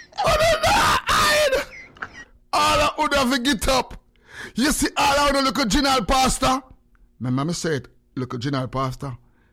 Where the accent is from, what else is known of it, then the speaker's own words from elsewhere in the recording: Kingston, Jamaica; Cabrera give you no, so I come from Tivoli Garden.